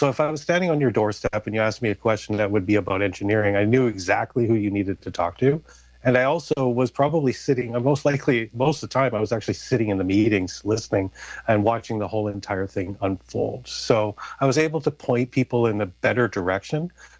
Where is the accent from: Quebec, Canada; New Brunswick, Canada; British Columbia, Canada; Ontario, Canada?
British Columbia, Canada; Burnaby; born there; as I was born here in Burnaby General.